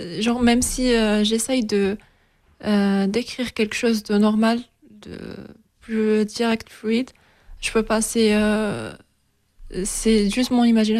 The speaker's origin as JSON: {"language": "French", "town": "Tarragona", "region": "Catalonia", "country": "Spain", "tie": "born or raised there", "second_language": "French", "said": "je suis née en Tarragone en 2001. Et après, là-bas, j'ai fait des études dans un village qui s'appelle El Morell."}